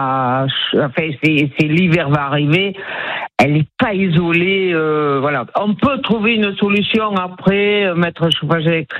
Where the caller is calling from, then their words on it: Nouvelle-Aquitaine, France; je vous appelle donc de Brache.